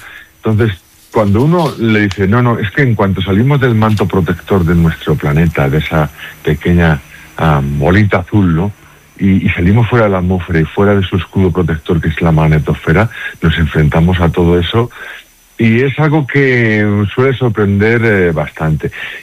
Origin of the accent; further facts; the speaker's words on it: Ciudad Rodrigo, Castile and León, Spain; Yo soy de natural de Ciudad Rodrigo, en Salamanca.